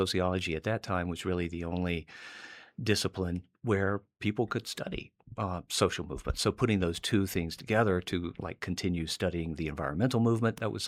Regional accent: North Carolina, United States; born there; I was born in North Carolina and have ended up moving, living all over the place.

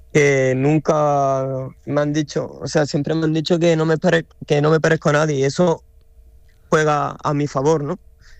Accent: Andalusia, Spain; now in France; La gente de aquí se creen que soy de Francia y los de Francia saben que soy andaluz.

